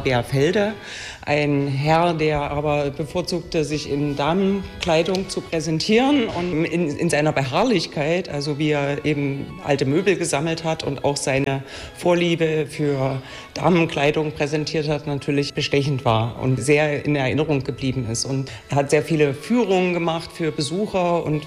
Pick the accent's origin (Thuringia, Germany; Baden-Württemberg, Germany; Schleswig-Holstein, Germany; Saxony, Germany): Saxony, Germany; Dresden; Ich komme aus dem Bergland, also aus Dresden.